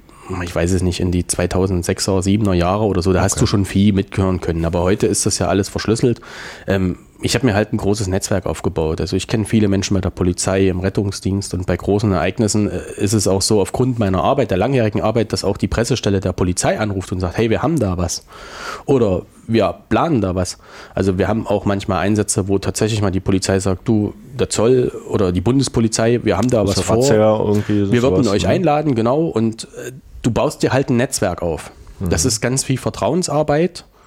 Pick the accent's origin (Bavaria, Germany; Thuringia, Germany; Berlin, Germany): Thuringia, Germany; Weimar; Ich bin gebürtiger Weimarer